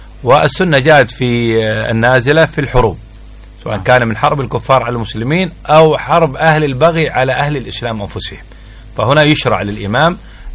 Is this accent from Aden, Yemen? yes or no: no; Mukalla, Hadhramaut, Yemen; accent: Mukalla colloquial dialect; رح نتكلم باللهجة الدارجة عندنا في المكلة